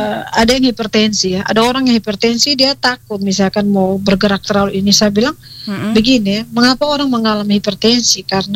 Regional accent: East Nusa Tenggara, Indonesia; Saya dari Flores, jadi sering pulang Flores, jadi ada saya di mana, kenapa tidak datang, jadi seperti itu.

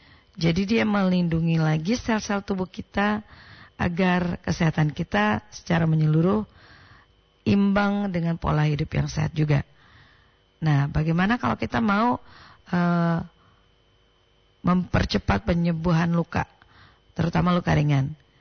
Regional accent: Gorontalo, Indonesia; kita orang Gorontalo

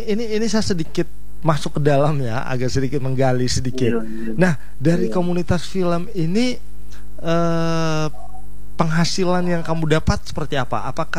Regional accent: Belu, East Nusa Tenggara, Indonesia; now in Kupang, Indonesia; Wow, itu kampung saya tuh.

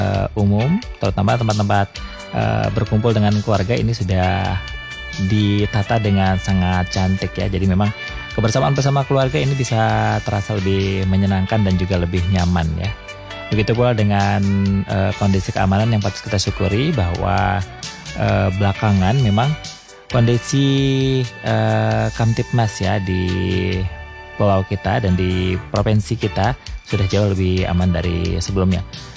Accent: West Nusa Tenggara, Indonesia; untuk kita tinggali sebagai warga Nusa Tenggara Barat

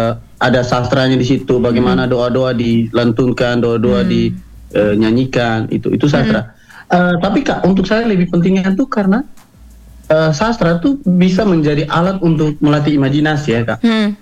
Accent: East Nusa Tenggara, Indonesia; kami membawa cerita dari Ponu, dari kampung kami.

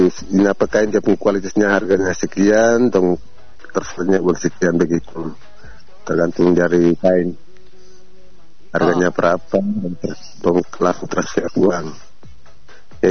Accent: East Nusa Tenggara, Indonesia; Tapi saya orang Insana

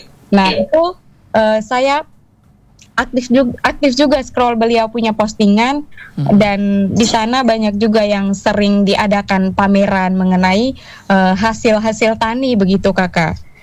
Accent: East Nusa Tenggara, Indonesia; asal saya dari Adonara, tepatnya di Kecamatan Ile Boleng, Adonara Timur

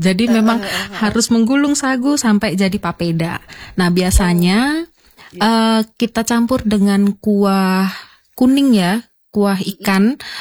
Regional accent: Central Java, Indonesia; accent: medok (Javanese); now in Manokwari, Indonesia; Saya malah dari Jawa Tengah. Saya masih medok, Mpok.

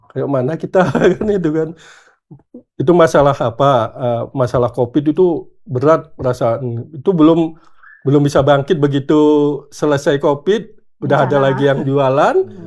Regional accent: Medan, North Sumatra, Indonesia; now in Takengon, Indonesia; saya orang Medan Pak

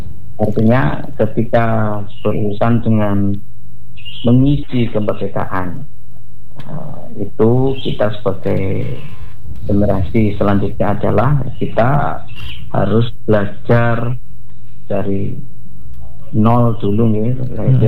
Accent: Keling, East Java, Indonesia; Karena kakek saya di daerah, saya dari daerah Keling.

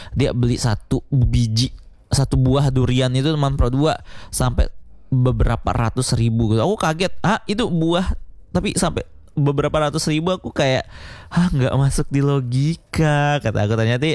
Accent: West Nusa Tenggara, Indonesia; karena daerahku di Kabupaten Lombok Utara, tepatnya di daerah Selelosan

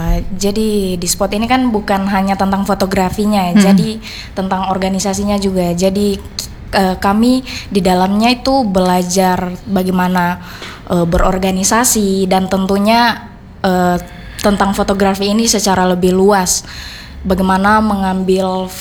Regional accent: Parigi Moutong, Central Sulawesi, Indonesia; Kalau saya dari Parigi Motong.

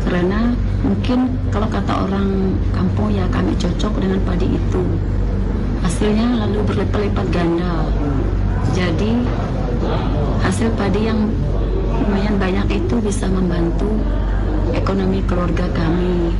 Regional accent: Entikong, West Kalimantan, Indonesia; saya berasal dari Kecamatan Etikong, Dusun Sontas.

